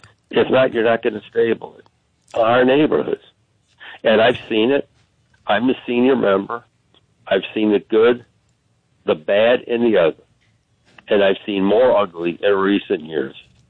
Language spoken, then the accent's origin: English; Cleveland, Ohio, United States; also born or lived in Glenville, Cleveland; I was born in the Glenville neighborhood, raised in Collinwood.